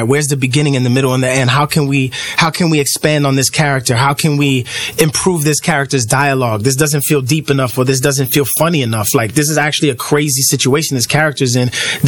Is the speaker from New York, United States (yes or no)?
yes; New York, United States; born there; I'm from New York, so like, I grew up listening to all of these artists